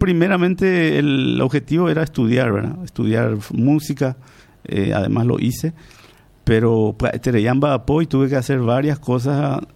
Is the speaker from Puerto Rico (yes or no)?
no; Paraguay; moved away as an adult; Yo me fui a los 19 años de Paraguay.